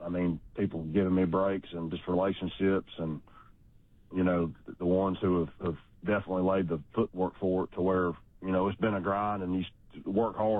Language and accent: English; Georgia, United States; I was like most redneck kids growing up in Georgia.